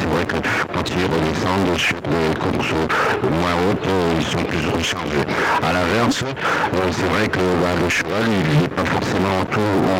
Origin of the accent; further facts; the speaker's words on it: Occitanie, France; Moi, je suis de Gers.